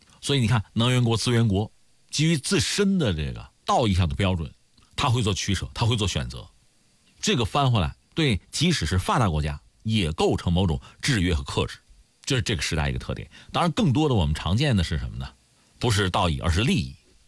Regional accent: China; 我经常说，那我们中国人多累啊，那孩子们都累啊

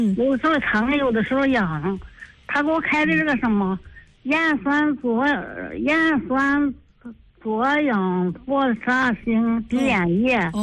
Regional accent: Baoding, Hebei, China; 我是保定的

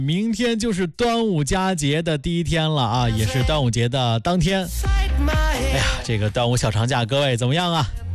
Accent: Hebei, China; 我觉得这就是真正的咱们河北人过夏天的正确的打开方式。

